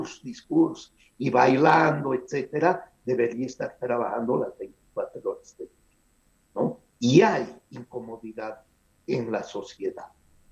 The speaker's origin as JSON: {"language": "Spanish", "town": "Sucre", "region": "Chuquisaca", "country": "Bolivia", "said": "Yo soy de Sucre, con mi familia es de Sucre."}